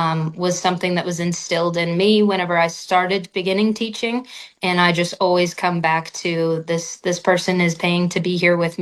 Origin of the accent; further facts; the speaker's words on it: Northern Ireland, United Kingdom; moved away as an adult; also born or lived in Arizona / Florida; now in Missouri, United States; So I grew up in Northern Ireland, played junior golf there